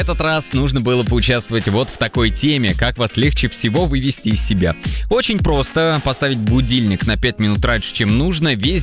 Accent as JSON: {"language": "Russian", "region": "Moscow", "country": "Russia", "said": "Я из Москвы."}